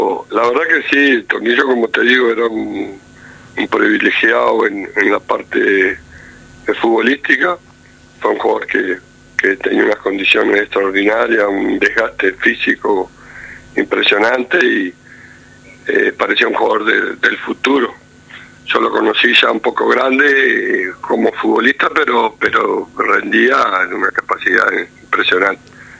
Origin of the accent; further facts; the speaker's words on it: Melo, Cerro Largo, Uruguay; un amigo de la gente de Melo, de los gurises de Melo, que íbamos a jugar a Montevideo.